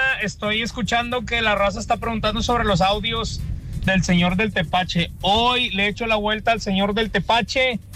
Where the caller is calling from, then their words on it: Guadalupe, Mexico; Yo vivo en Guadalupe